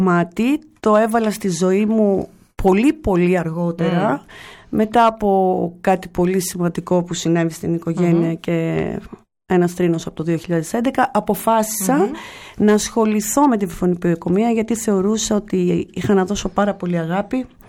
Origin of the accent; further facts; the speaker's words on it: Messini, Peloponnese, Greece; also born or lived in Kalamata; Πριν είπα ότι μεγάλωσα στη Μεσίνη, η Μεσίνη είναι ο τόπος μου, μπορεί να γεννήθηκα στην Καλαμάτα, αλλά τη Μεσίνη την αγαπάω.